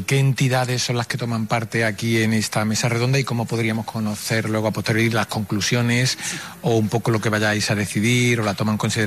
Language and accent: Spanish; Ceuta, Spain; los ceutíes, por el hecho de tener esa presión migratoria, entre comillas, somos más tolerantes